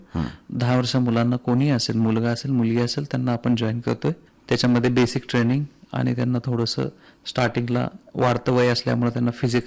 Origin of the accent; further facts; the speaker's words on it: Dharashiv district, Maharashtra, India; मी या जिल्ह्यातला आहे